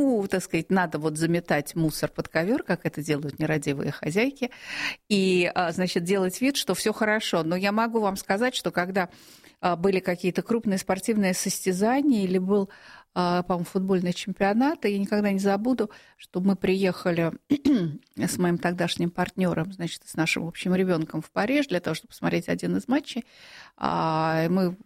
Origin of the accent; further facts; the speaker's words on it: Moscow, Russia; вернувшись в Москву, я была потрясена тем, насколько мой родной город безопасен.